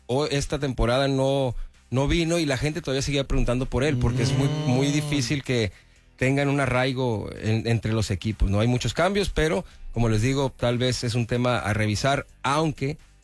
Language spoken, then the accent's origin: Spanish; Puebla, Mexico; Yo no soy chilango, soy de Puebla.